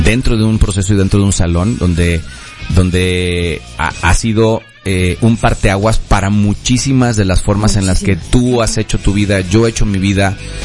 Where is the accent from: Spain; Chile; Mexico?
Mexico; Celebrar que somos mexicanos.